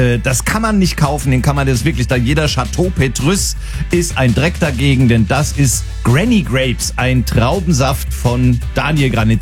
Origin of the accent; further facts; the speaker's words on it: Bavaria, Germany; Also die Iphöfer Domina, das darf ich dir als Franke sagen